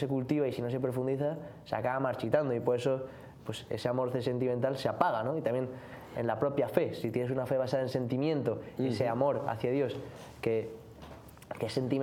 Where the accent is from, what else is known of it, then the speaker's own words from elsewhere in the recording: Spain; now in Miami, United States; Soy de España y estoy aquí 6 meses en Miami